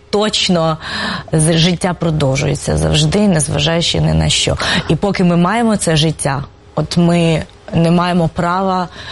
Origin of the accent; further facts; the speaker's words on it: Cherkasy, Cherkasy Oblast, Ukraine; Так, це моє рідне місто.